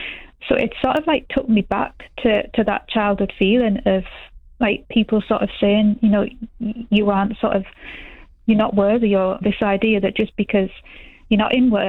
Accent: Middlesbrough, North East England, United Kingdom; I'm from Middlesbrough born and bred. But I grew up in Acklam, which, you know, when people say, oh, you're from Acklam, you're dead posh, you.

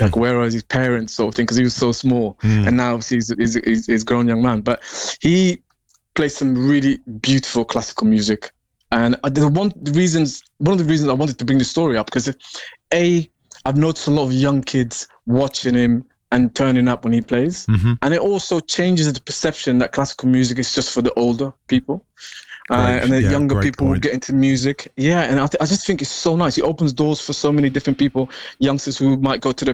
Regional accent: London, United Kingdom; I'm a Londoner. Like, the Underground is one of the things I always complain about to my mates.

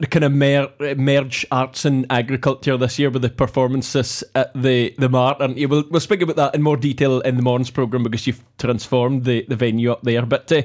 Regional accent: Orkney, Scotland, United Kingdom; I suppose as some kind of youngster growing up in Orkney

